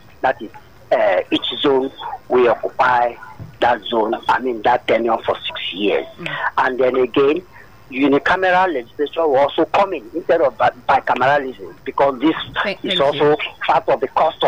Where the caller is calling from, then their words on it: Lagos, Nigeria; I'm calling from Abaranja in Ikotun.